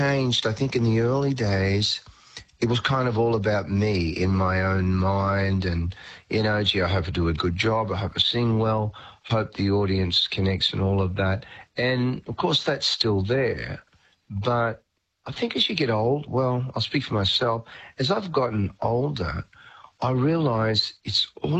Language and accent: English; Australia; I tell a lot of stories about my sort of history, growing up in Australia and all of that.